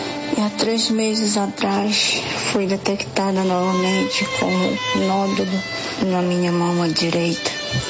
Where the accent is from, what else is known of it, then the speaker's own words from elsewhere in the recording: Belém, Pará, Brazil; now in Ananindeua, Brazil; sou de Belém do Pará, moro em Ananindeua.